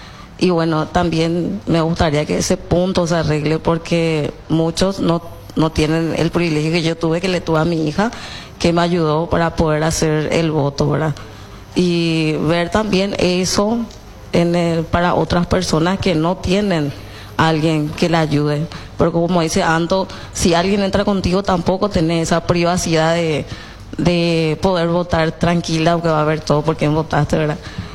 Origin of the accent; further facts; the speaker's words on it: Hernandarias, Alto Paraná, Paraguay; Muy buenos días … vengo de la ciudad de Hernandarias, Alto Paraná.